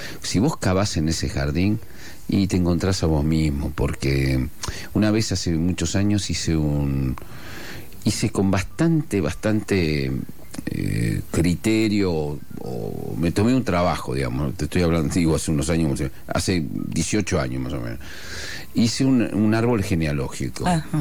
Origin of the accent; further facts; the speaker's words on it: Argentina; first language Asturian; Spanish is a second language; porque soy argentino, porque no había tenido que hacer gran esfuerzo, pero sí, había vivido como en un mundo, yo pertenezco a esa comunidad española